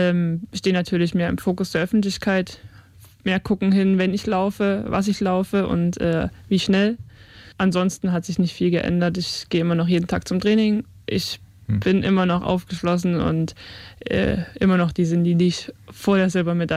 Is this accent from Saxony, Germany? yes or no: yes; Chemnitz, Saxony, Germany; born there; moved away as an adult; now in Leipzig, Germany